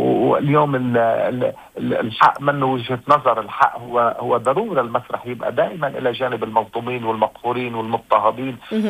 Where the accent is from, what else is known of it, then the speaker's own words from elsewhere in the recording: Lebanon; شارعنا اللبناني والعربي